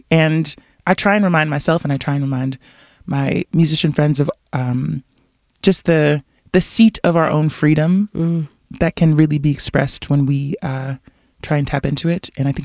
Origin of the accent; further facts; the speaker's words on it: Toronto, Ontario, Canada; And growing up in Toronto as a first-generation Canadian, being able to hear a reflection of those sounds was really comforting